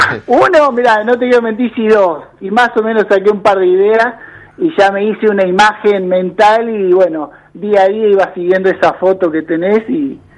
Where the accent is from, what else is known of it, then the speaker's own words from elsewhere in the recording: San Bernardo, Buenos Aires Province, Argentina; now in Mar de Ajó, Argentina; En realidad siempre viví en San Bernardo.